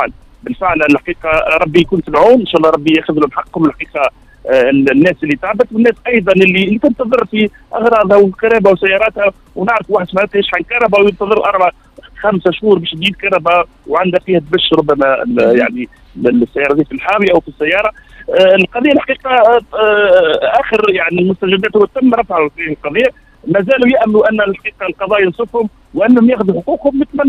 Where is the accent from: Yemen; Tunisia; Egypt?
Tunisia; now in Oman